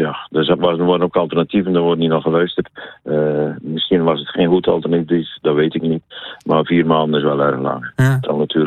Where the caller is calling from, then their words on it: Zeeland, Netherlands; ik ben wel een Zeeuws-Vlaming, hè.